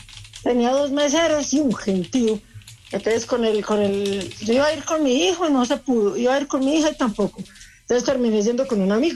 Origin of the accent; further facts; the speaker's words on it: Manizales, Caldas, Colombia; Yo soy de Manizales, Caldas. La ciudad.